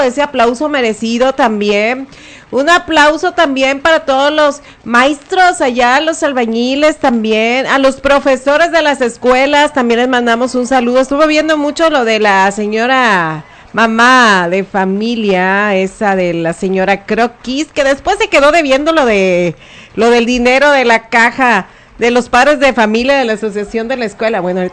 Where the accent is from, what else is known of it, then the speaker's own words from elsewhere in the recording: Nayarit, Mexico; somos mexicanos y sobre todo nayaritas, sí podemos.